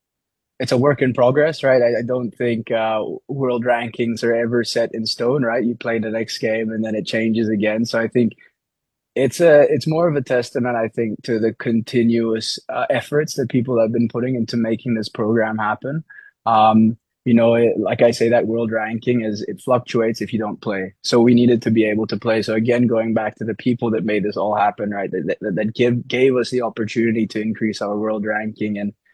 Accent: Philippines; I grew up in the Philippines.

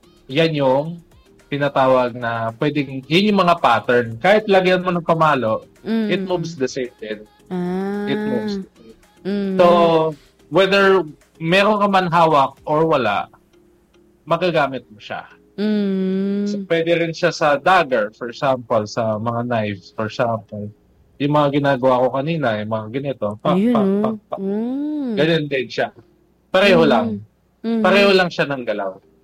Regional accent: Cainta, Calabarzon, Philippines; since taga-Kainta ako, taga-Kainta Rizal

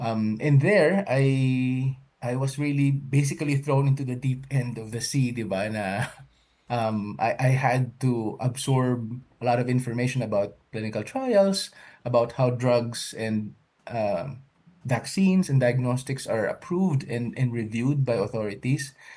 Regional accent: Bacolod, Western Visayas, Philippines; So, sa Bacolod po ako lumaki.

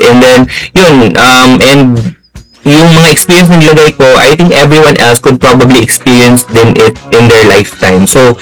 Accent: Iligan, Northern Mindanao, Philippines; Like for example, experience ko growing up dito sa Iligan, kasi meron din pa childhood na mga poetry

